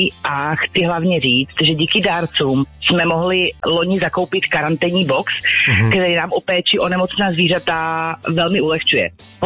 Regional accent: Mariánské Lázně, Karlovy Vary Region, Czechia; pocházíme z Mariánských Lázní

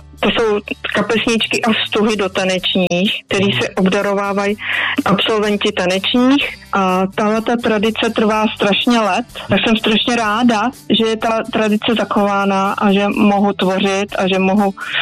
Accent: Cerhenice, Central Bohemian Region, Czechia; Já jsem z Cerhenic, ale pracuju v Kolíně.

